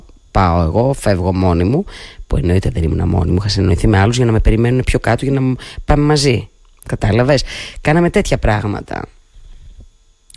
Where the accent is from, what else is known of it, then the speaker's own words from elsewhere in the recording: Central Greece, Greece; moved away; όταν ήμουν μικρή στο χωριό μου.